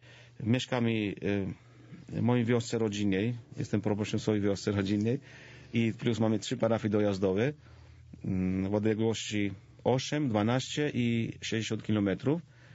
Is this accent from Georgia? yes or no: yes; Georgia; Polish is a second language; also born or lived in Warsaw, Poland; Ale o mnie, ponieważ jestem Gruzinem, to była ta konkretna prośba.